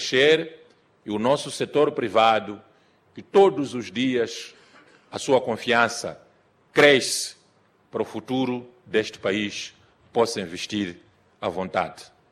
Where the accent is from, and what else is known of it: Mozambique